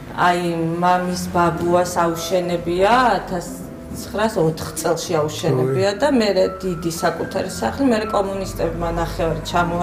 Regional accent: Tbilisi, Georgia; შეიძლება ალბათ მაქვს ხო პრეტენზია თბილისელობაზე. დავიბადე ვერაზე. კეკელიძის ქუჩაზე გავიზარდე.

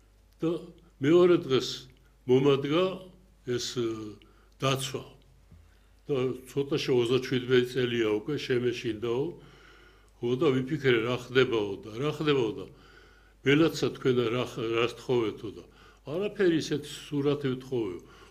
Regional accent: Gori, Shida Kartli, Georgia; თანაც ქართველი ვარ თანაც გორელი ვარ მეჯვისხეველი ვარ

